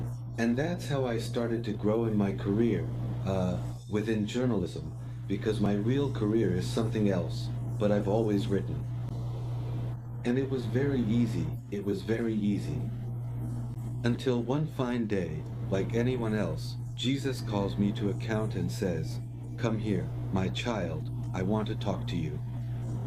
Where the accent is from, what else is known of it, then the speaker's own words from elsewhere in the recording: Mexico City, Mexico; moved away as an adult; now in Cancun, Mexico; No, I lived in Mexico City. I grew up and was raised. I grew up in Mexico City, and I only came to Cancun after I was married and already had a child.